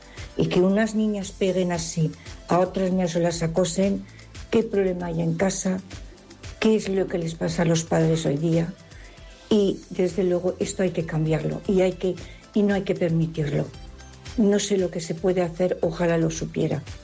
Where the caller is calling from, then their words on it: Zaragoza, Aragon, Spain; de Zaragoza.